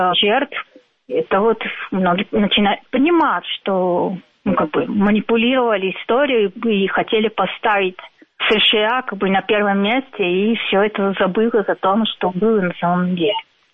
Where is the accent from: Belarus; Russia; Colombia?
Colombia; Russian is a second language; Я, поскольку из Колумбии, и у нас в Колумбии, вообще в Латинской Америке, учат, что это не называется Великая Отечественная война